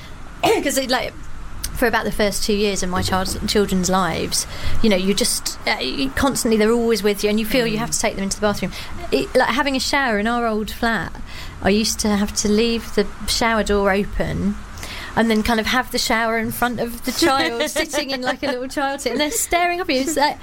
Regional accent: Croydon, London, United Kingdom; moved away as an adult; also born or lived in Manchester; actually, I'm from Croydon, originally. But, you know, I've been living in Manchester for such a long time, it feels like home.

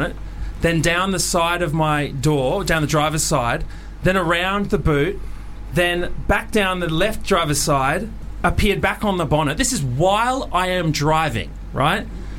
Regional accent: Australia; Yeah, I'm Aussie.

